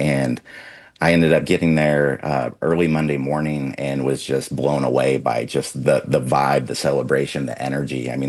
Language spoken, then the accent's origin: English; Alaska, United States; now in Portland, United States; I grew up in Alaska. We didn't have a whole lot of soccer in Alaska.